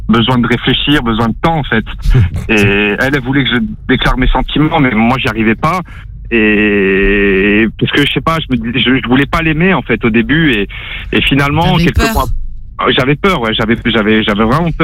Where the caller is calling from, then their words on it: Nice, Provence-Alpes-Côte d'Azur, France; je suis à Nice